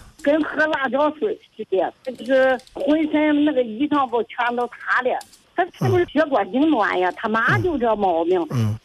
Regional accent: Jilin, China; now in Weihai, China; 那个，哎，对，反正我是东北人，我是吉林的。

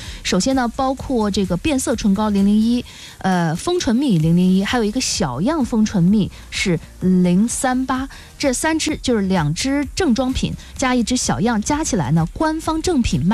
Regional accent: Shandong, China; 我们山东人

